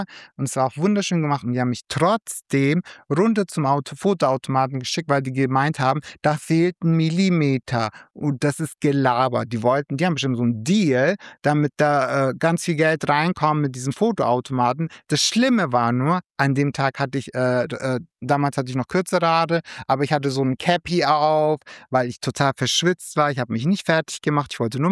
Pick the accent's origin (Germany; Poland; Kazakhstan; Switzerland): Germany; born there; Ich habe ja noch den türkischen Pass. Ich habe noch gar nicht den deutschen. Ich bin zwar geboren in Deutschland